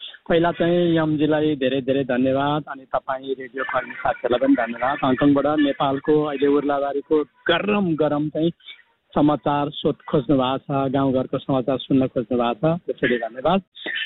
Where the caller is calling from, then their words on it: Mangalbare, Koshi Province, Nepal; अहिले म जहाँ छु मङ्गलबारे भए ठाउँमा चाहिँ 40 डिग्री सेल्सियसभन्दा माथि तातो छ।